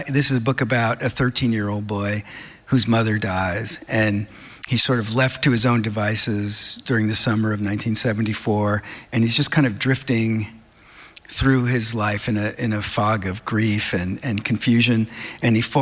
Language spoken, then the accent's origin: English; New Jersey, United States; now in Boston, United States; And I was going from Boston to New Jersey 1 week out of every month and spending it there. And so I was in the house that I grew up